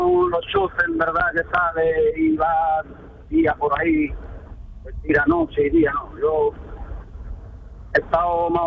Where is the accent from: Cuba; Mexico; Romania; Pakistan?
Romania; Spanish is a second language; now in Spain; Yo soy de Rumanía. Y ya llevo por aquí desde el 2005.